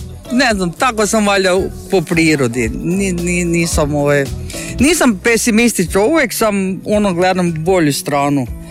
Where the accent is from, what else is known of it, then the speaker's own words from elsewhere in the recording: Veliko Trgovišće, Krapina-Zagorje County, Croatia; Ja sam iz Velikog Trgovića